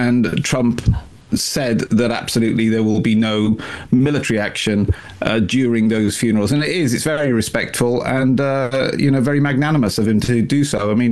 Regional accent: Wales, United Kingdom; now in Los Angeles, United States; And I'm Welsh

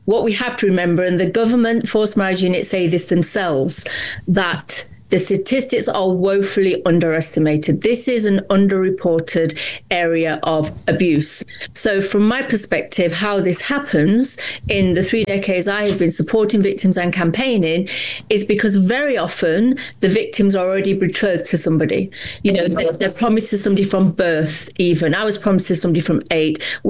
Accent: England, United Kingdom; I was born in Britain. I'm one of seven sisters. My parents were Indian, Sikh, and we went to school here in England

